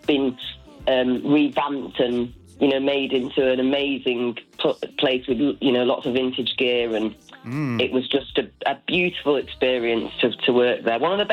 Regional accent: Manchester, North West England, United Kingdom; which kicks off in my hometown in Manchester on the 26th of September.

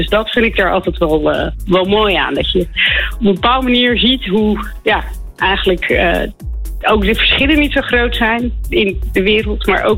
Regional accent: Rotterdam, South Holland, Netherlands; En ik ben zelf Rotterdammer

